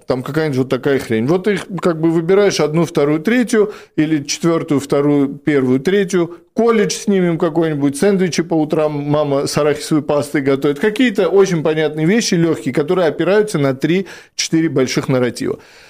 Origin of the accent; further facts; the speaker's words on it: Russia; потому что я вырос в России, в русской культуре, и я этот фильм обожаю.